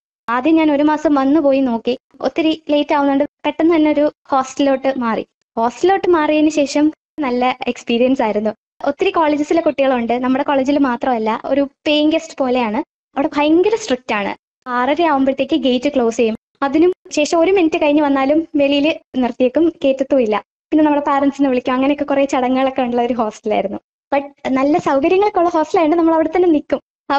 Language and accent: Malayalam; Varkala, Kerala, India; ഞാൻ വർക്കല സ്വദേശിനിയാണ്.